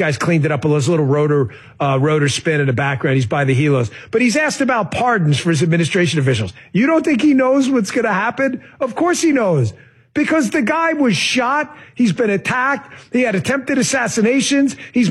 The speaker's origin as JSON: {"language": "English", "region": "New York", "country": "United States", "tie": "born or raised there", "said": "I grew up in New York."}